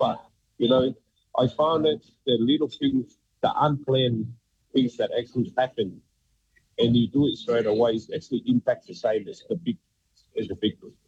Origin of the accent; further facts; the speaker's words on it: Tonga; me being a kid that born and raised in Tonga, was I'm always keep my life very basic and very simple